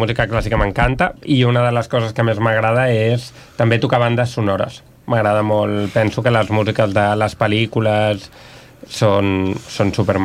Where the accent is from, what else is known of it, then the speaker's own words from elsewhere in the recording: Barcelona, Catalonia, Spain; born there; Vaig néixer a Barcelona.